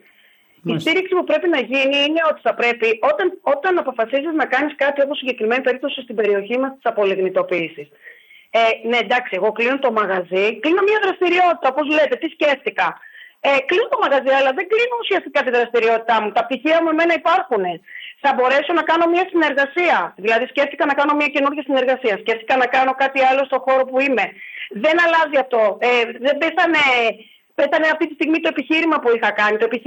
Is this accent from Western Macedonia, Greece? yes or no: yes; Ptolemaida, Western Macedonia, Greece; Είμαι υπερήφανη που είμαι γυναίκα, μητέρα και κάτοικος της Πτολεμαϊδός. Πιστεύω ότι η πόλη μου αξίζει και μπορεί να γίνει πολύ πιο καλύτερη.